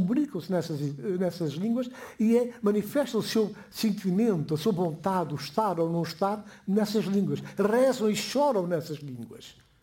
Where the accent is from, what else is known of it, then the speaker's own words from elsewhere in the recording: Guinea-Bissau; first language Guinea-Bissau Creole; Portuguese is a second language; Eu sou da Guiné-Bissau.